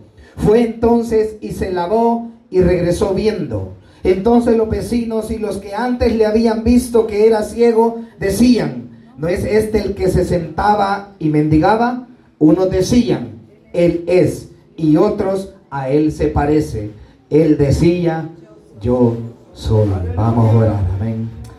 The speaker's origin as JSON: {"language": "Spanish", "country": "El Salvador", "tie": "born or raised there", "said": "Soy originario de El Salvador, hermano."}